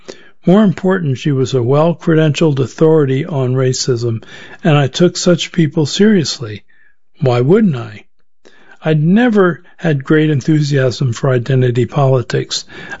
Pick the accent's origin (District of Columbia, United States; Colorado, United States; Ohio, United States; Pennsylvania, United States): Pennsylvania, United States; Harrisburg; now in Lewiston, United States; I grew up outside Harrisburg, Pennsylvania, another deindustrialized, permanently revitalizing urban center, and Lewiston felt familiar to me.